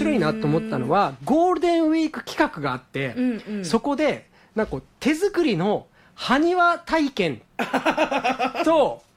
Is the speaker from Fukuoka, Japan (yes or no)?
yes; Yame, Fukuoka, Japan; これが八女に。で僕はそこで育ったんですよ。